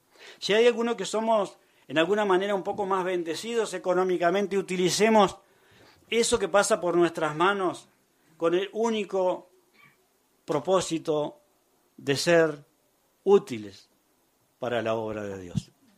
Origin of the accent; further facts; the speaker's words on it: Uruguay; somos hermanos de Uruguay